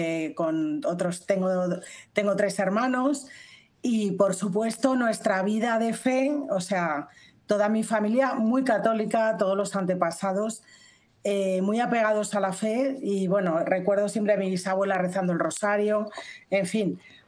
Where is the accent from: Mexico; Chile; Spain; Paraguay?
Spain; soy española, tengo 62 años, nací en el 64